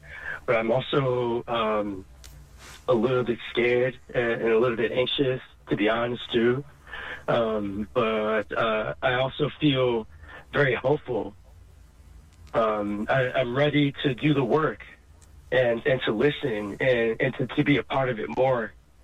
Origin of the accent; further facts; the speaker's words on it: California, United States; I'm an activist from Sonoma County.